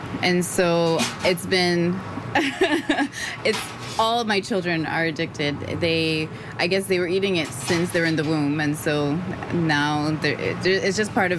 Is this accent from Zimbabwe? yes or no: yes; Zimbabwe; moved away; I'm from Southern Africa, Zimbabwe. We don't have jollof rice in my country.